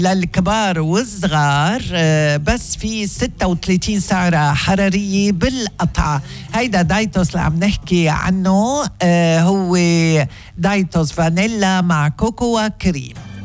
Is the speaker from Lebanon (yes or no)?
yes; Lebanon; ما أنا لبنانية مثلكم